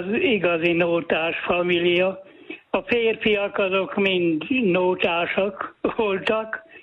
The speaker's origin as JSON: {"language": "Hungarian", "region": "Heves", "country": "Hungary", "tie": "born or raised there", "said": "a Hevesen születtem, ott éltünk gyermekkoromban"}